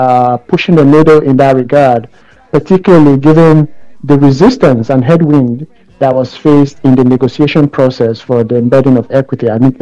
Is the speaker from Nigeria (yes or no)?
yes; Nigeria; now in Canada; I am a true Nigerian.